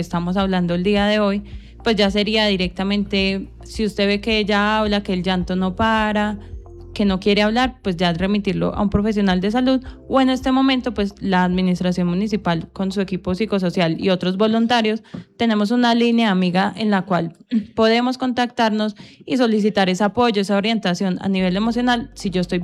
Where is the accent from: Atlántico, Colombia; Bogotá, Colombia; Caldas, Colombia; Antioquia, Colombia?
Caldas, Colombia; Pensilvania; nos identifica mucho como colombianos y como pensilvenses